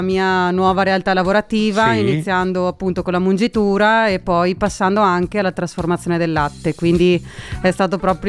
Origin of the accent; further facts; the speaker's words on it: Treviso, Veneto, Italy; moved away as an adult; now in Colli Berici, Italy; mi sono spostata. Sono originaria di Treviso, adesso abito sui colli iberici.